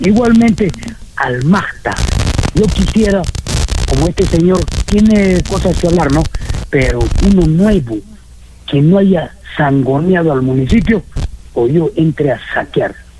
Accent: Arequipa, Peru; born there; yo tengo 60 años, nací en La Pampa. Los del pueblo de Paucarpata, a la ampliación le tienen La Pampa.

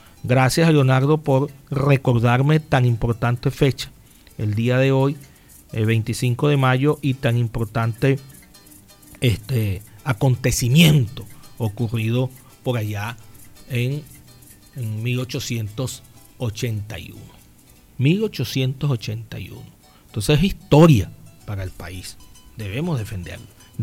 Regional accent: Venezuela; born there; nosotros somos venezolanos, llevamos sangre venezolana, nacimos aquí

